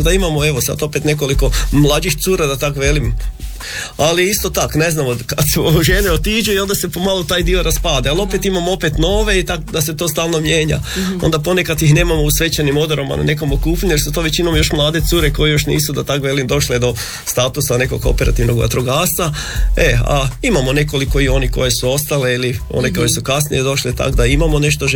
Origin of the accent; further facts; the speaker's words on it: Tugonica, Krapina-Zagorje County, Croatia; kod nas u Tugonici